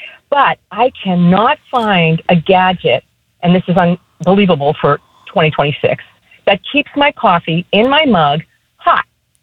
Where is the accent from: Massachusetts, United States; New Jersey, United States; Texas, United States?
Massachusetts, United States; Scituate; It's funny because we've only lived there for a year. We're actually from Scituate.